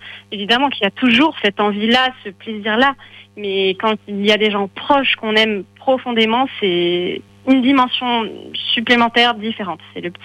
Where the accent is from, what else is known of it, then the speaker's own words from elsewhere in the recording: Toulouse, Occitanie, France; moved away; je suis pas le seul exemple toulousain